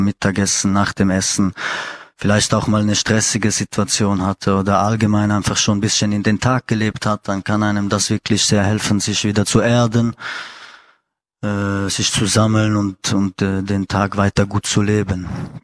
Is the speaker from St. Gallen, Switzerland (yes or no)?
yes; St. Gallen, Switzerland; moved away; ich bin 27 Jahre, ich komme aus der Schweiz, aus dem Kanton St. Gallen, um genau zu sein.